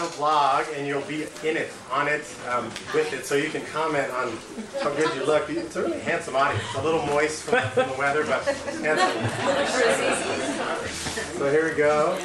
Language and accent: English; Italy; moved away; I'm from Italy, and everything's late.